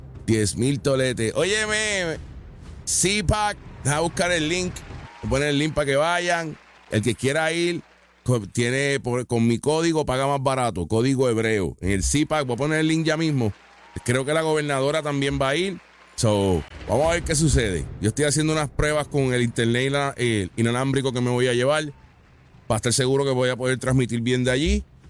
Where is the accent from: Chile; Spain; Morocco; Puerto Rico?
Puerto Rico; Y es de allá de mi pueblo, de Calley.